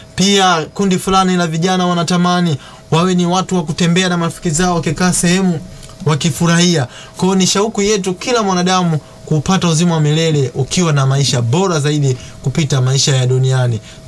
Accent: Same, Kilimanjaro, Tanzania; natokea Same.

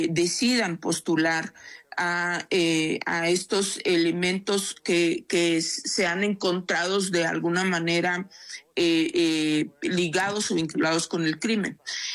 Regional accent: Chihuahua, Mexico; Por lo que justo lo que vemos en el tema de Chihuahua, de donde yo soy oriunda además

